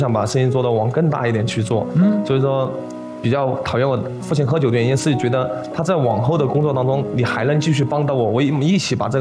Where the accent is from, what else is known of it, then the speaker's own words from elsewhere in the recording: Chongqing, China; 我是杨家坪长大的，我们杨家坪有个农贸市场